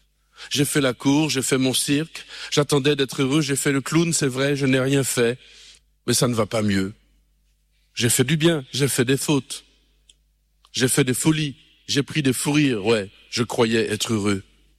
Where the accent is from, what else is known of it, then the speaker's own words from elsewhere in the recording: Martinique, France; Moi, je suis de Martinique, je ne connais pas ce genre de choses.